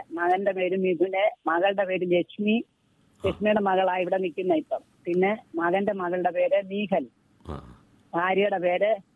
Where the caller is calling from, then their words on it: Chengannur, Kerala, India; ചെങ്ങന്നൂർ കാരക്കാട് നിന്ന് വിളിക്കുവാ.